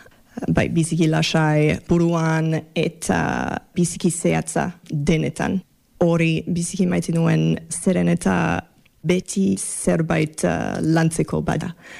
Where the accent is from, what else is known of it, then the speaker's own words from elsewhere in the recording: Toronto, Ontario, Canada; Basque is a second language; moved away as an adult; now in Bayonne, France; Toronton sortu nintzen, Toronto, Kanadako hiri handiena da, handia da. 3 milioi biztanle badira